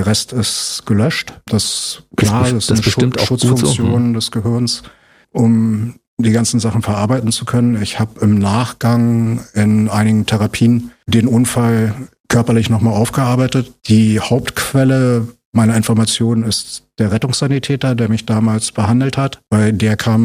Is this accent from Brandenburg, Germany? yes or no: yes; Fehrbellin, Brandenburg, Germany; also born or lived in Neuruppin / Kleinmachnow; ich bin in Neuruppin geboren und habe meine ganze Kindheit aber in Fehrbellin verbracht bis zur weiterführenden Schule. Ich bin nach der 8. Klasse nach Kleinmachnow gegangen